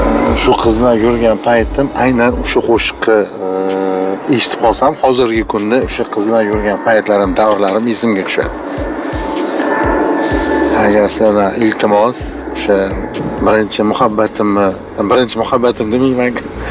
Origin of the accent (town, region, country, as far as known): Tashkent, Uzbekistan; born there